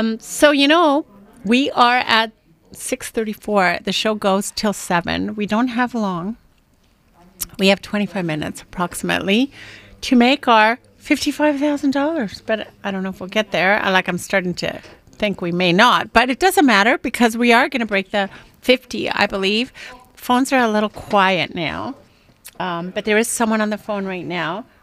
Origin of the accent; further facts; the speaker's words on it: Canada; We are Canadian.